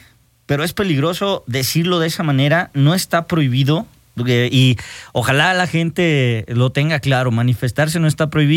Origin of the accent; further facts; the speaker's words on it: Mexico; La manifestación es un derecho que tenemos como mexicanos